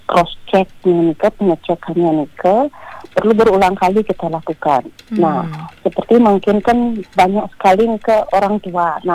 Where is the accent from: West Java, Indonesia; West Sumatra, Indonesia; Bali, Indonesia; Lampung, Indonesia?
Bali, Indonesia; Gianyar; Nah, kebetulan kita dari Gianyar.